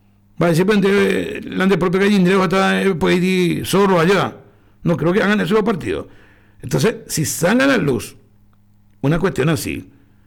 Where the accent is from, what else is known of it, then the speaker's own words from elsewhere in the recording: Pilar, Ñeembucú, Paraguay; nosotros que somos de Pilar